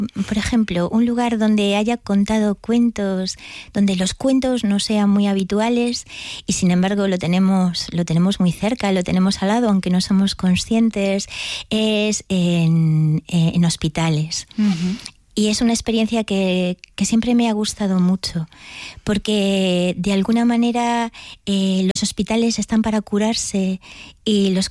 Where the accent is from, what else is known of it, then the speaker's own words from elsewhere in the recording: Galicia, Spain; soy gallega y conozco un poquillo la tradición oral